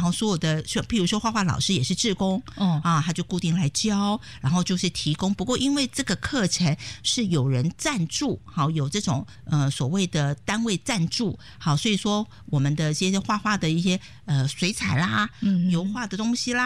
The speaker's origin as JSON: {"language": "Chinese", "country": "Taiwan", "tie": "born or raised there", "moved": "as an adult", "lives_now": "North West England, United Kingdom", "said": "其实我是台湾人，道地的台湾人，土生土长的。"}